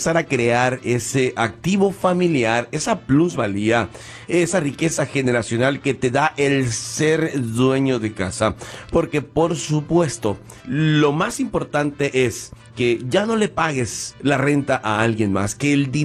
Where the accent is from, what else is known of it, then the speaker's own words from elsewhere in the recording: Mexico; están en México y mandan simplemente lo que se conoce como aquí se conoce como power attorney. Uh-huh. En mi país se conoce como carta poder.